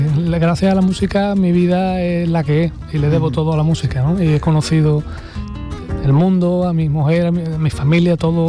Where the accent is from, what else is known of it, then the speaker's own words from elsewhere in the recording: Andalusia, Spain; somos andaluces